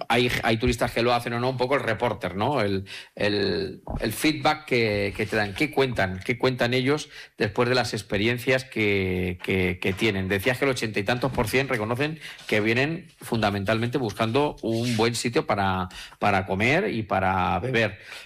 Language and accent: Spanish; Castilla-La Mancha, Spain; los salados que somos los manchegos, es que los salados que somos los manchegos